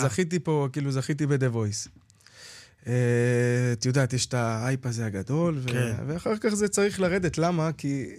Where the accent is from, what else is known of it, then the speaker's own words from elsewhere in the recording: Or Yehuda, Tel Aviv District, Israel; now in Kiryat Ono, Israel; אני במקור מאור יהודה, והיום גר בקריית אונו.